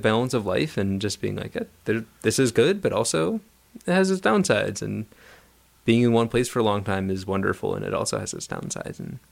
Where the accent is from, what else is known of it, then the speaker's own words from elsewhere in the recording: Buffalo, New York, United States; is from my hometown, Buffalo.